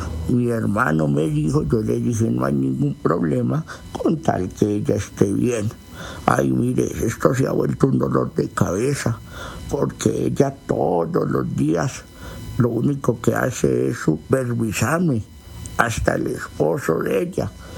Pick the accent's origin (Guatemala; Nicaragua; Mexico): Guatemala; moved away; me salí de Guatemala para meterme a Guatepeor. Perdí una mujer buena, perdí un hogar, mis hijos no me han perdonado.